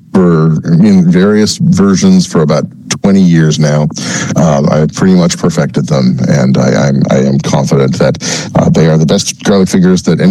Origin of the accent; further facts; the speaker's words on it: Newfoundland and Labrador, Canada; I'm not usually someone who has much of an accent. I grew up in Cowan Heights. My mother was a teacher. I was taught to speak very properly.